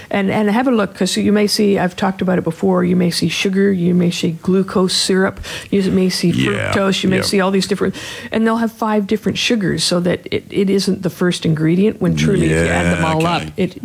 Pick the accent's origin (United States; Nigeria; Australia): Australia; We are Australian. And we eat biscuits.